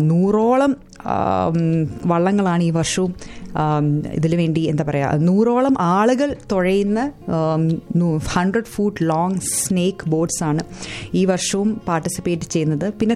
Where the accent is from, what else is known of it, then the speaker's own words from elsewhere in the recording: Thiruvananthapuram, Kerala, India; ഞാൻ ട്രിവാൻഡ്രത്തിലാണ് കേട്ടോ ജനിച്ചു വളർന്നത്.